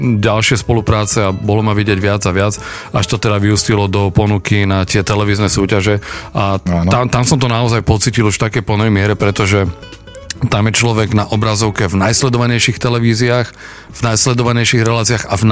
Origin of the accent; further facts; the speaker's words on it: Sereď, Trnava Region, Slovakia; som hral u mňa doma v Seredi